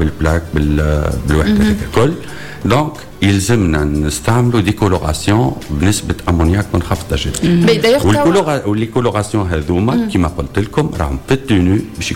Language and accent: Arabic; Tunisia; عندنا في تونس